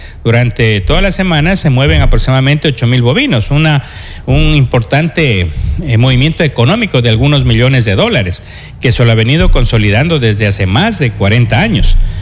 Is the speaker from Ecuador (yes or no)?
yes; Loja, Ecuador; now in Santo Domingo, Ecuador; yo soy de Loja